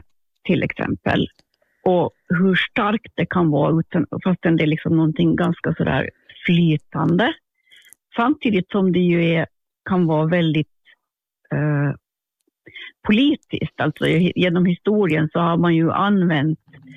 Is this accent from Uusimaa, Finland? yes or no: no; Sund, Åland, Finland; Jag kommer från Sund och jag bor i en by som heter Tranvik. Och den här Tranvikbyn går som en udde ner i Lumpan, som är det här innanhavet just i Åland. Så jag brukar säga att jag bor i Lumpan